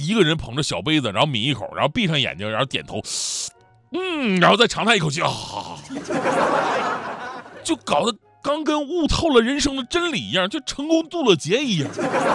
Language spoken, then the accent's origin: Chinese; Northeast China, China; 我们东北人